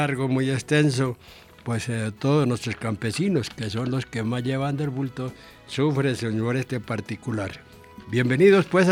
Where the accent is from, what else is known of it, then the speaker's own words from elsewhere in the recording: Casanare, Colombia; now in Bogotá, Colombia; mi tierra, Casanare, tan sufrida, rica en petróleo, agricultura, ganadería